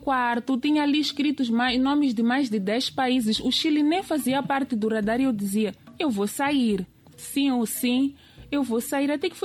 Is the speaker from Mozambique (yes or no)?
yes; Mozambique; Eu creio que nós, enquanto moçambicanos, não temos olhar centrado para países da América Latina.